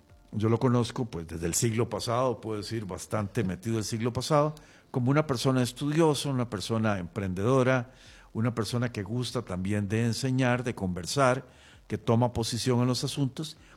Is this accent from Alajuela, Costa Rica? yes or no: no; Tres Ríos, Cartago, Costa Rica; Yo soy de Tres Ríos y allí somos pilaricos y celebramos también a la Virgen del Pilar.